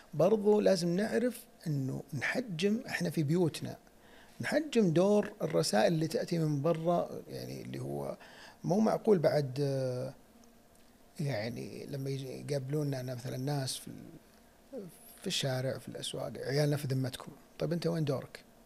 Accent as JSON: {"language": "Arabic", "country": "Saudi Arabia", "said": "نحن كفنانين سعوديين بناخذ هذا الجانب"}